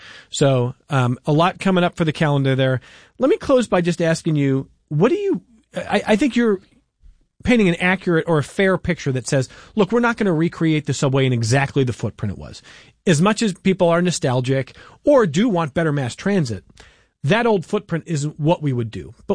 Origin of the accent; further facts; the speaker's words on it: Cleveland, Ohio, United States; I grew up in Cleveland, and the rapid transit is still popular there.